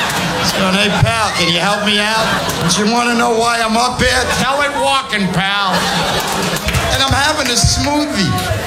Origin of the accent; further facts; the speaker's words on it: New York City, New York, United States; I haven't taken a subway since I grew up in New York when I was a kid. And then I moved to Long Island.